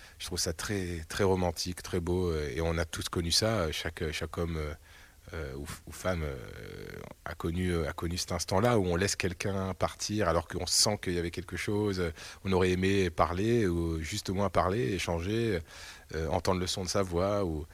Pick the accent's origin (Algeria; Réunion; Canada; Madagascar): Réunion; C'est sûr que quand on vit à La Réunion, moi en plus, mes parents étaient bagage français, je veux dire. J'ai vu tout de suite le décalage. Moi, j'ai eu la double culture.